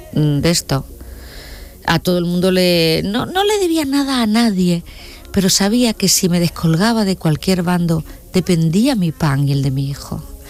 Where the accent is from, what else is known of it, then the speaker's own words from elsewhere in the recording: Spain; now in Dominican Republic; la españolita, que es como me llaman